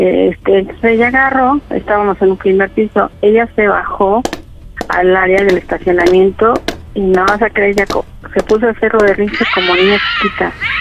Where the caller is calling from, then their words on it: Mexico City, Mexico; Tengo 59 y soy del distrito, de aquí de México.